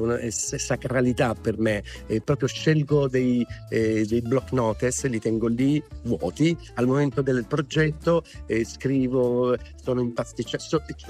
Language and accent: Italian; Apulia, Italy; Io sono pugliese, però sono degli artisti che suonano.